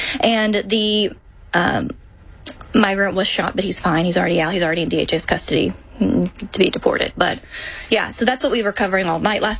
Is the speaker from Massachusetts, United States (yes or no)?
no; Arkansas, United States; Like, I grew up in Arkansas, so we're not surrounded by water, so.